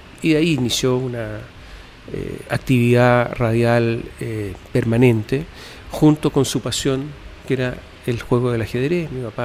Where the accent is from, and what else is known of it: Italy; also born or lived in United States